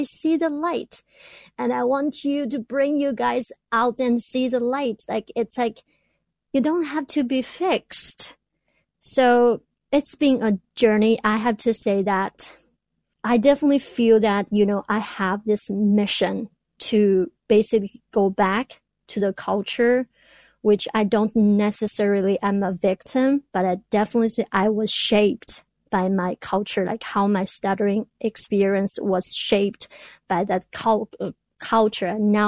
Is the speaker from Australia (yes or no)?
no; China; English is a second language; now in United States; I came all the way from China and to manage to be here.